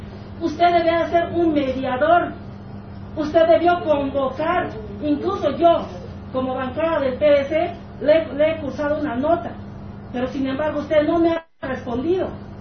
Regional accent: Bolivia; Y se lo digo así como una boliviana.

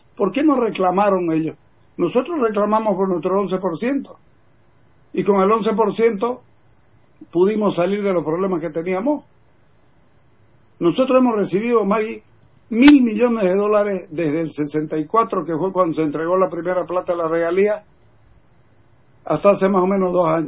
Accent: Santa Cruz, Bolivia; La enemistad o el problema que tiene Bolivia no somos los cruceños.

